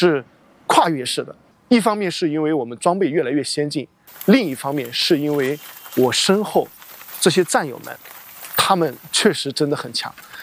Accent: Shou County, Anhui, China; moved away; 我的家乡在安徽寿县

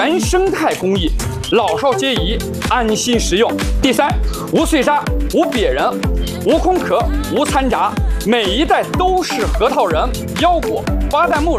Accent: Xinjiang, China; 在我们新疆人眼里，坚果不是普通零食，是大山的馈赠

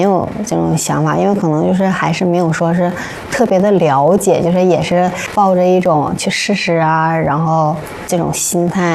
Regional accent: Tonghua, Jilin, China; also born or lived in Changchun; 我的家乡在通化嘛，然后我是从2010年被我家乡的教练送到了长春队。

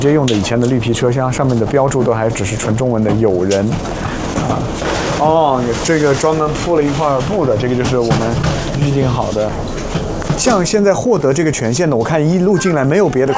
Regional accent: China

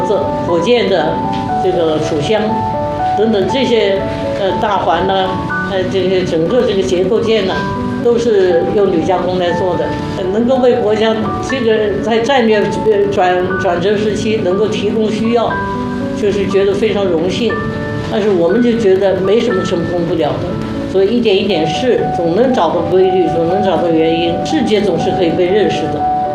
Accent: China

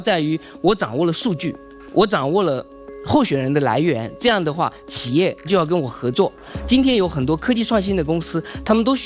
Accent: Taojiang, Hunan, China; 我是来自于湖南省桃江县的一个农村。

